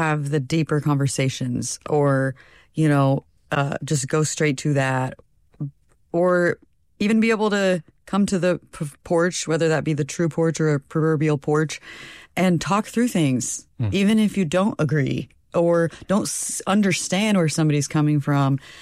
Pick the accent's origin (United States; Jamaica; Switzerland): United States; Illinois; And I grew up in Illinois, so it was not just storms. It was usually tornado funnel clouds.